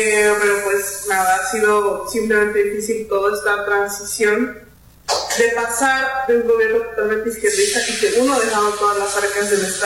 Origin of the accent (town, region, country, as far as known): Bolivia